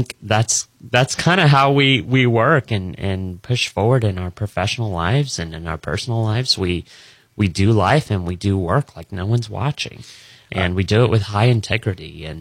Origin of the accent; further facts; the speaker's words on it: Tampa, Florida, United States; born and raised in Tampa Bay, Florida, and I had a remarkable childhood.